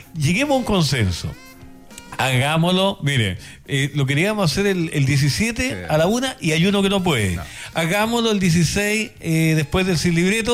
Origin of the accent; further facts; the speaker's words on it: Peumo, O'Higgins, Chile; moved away; Yo soy de campo. Yo vengo de Peumo.